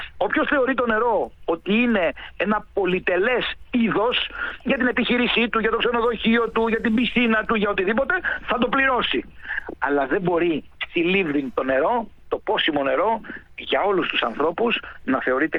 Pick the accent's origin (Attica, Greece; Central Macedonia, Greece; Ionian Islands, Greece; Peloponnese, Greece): Ionian Islands, Greece; Kefalonia; Ας φέρω ένα παράδειγμα από την ιδιαίτερη πατρίδα μου. Εγώ κατάγομαι από την Κεφαλονιά.